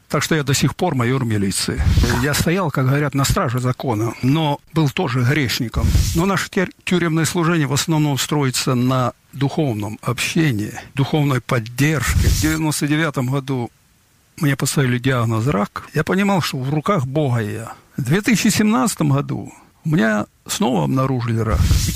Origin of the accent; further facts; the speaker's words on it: Ukraine; moved away; Я родом с Украины сам.